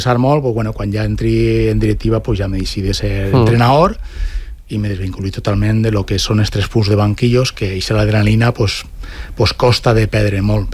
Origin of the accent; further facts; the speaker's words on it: Alboraya, Valencian Community, Spain; Porque en la zona de Castelló ponía un equipo que también jugué media enchufa, porque yo soy de Alboraya.